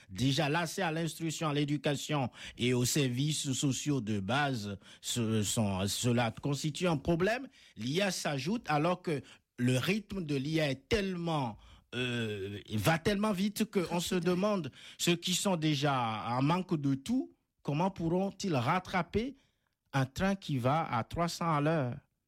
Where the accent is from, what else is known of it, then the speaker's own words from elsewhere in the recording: Benin; Les choses comme en Afrique, chez moi au Bénin